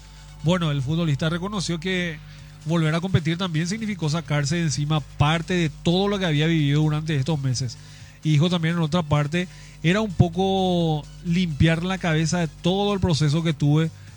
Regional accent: Paraguay

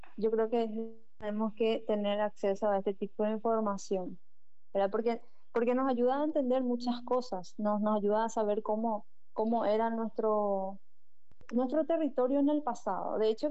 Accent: Paraguay

